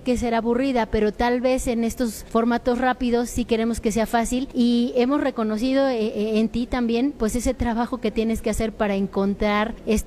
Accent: Mexico; nos identifica a todos como mexicanos

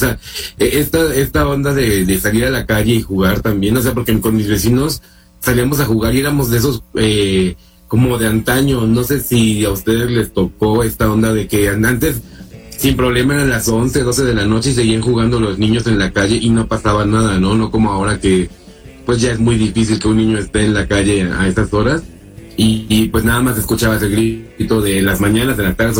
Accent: Xico, Veracruz, Mexico; now in Mexico City, Mexico; soy de Jico, Veracruz. La verdad, pues estoy viviendo en Ciudad de México y me gusta mucho la Ciudad de México y extraño mucho mi pueblo

